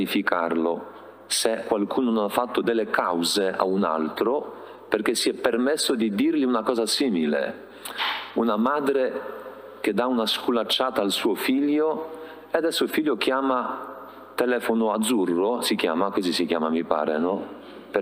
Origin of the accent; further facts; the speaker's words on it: Poland; moved away; Io sono polacco